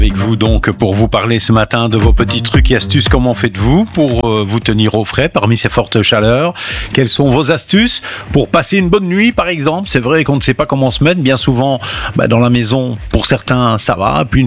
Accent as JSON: {"language": "French", "country": "Belgium", "said": "chez nous en Belgique"}